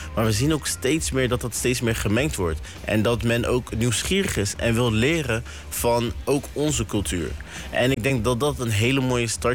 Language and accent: Dutch; Aruba; zelf ben ik een Arubaan.